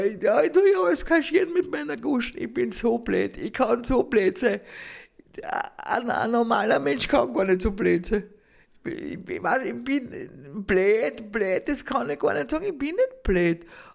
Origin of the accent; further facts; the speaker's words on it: Vienna, Austria; ich bin eine Wienerin und das gern.